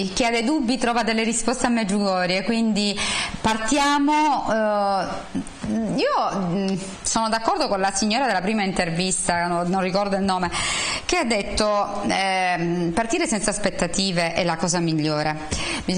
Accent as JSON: {"language": "Italian", "country": "Spain", "second_language": "Italian", "said": "siamo qui con tutti i pellegrini, un gruppo che veniamo dalla Spagna."}